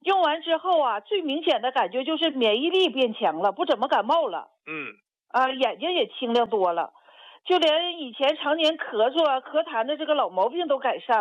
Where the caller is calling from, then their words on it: Wuhan, Hubei, China; 常老师，我是武汉的，我今年是65岁。